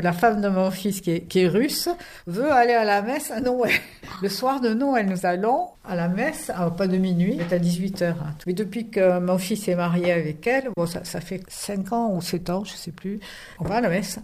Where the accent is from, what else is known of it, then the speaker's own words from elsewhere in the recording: Southern France, France; Après, sinon, non, quand on vient du sud de la France, Montréal, le Canada.